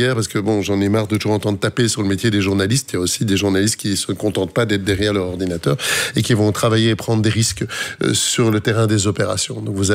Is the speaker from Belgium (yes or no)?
yes; Belgium; Chez nous, en Belgique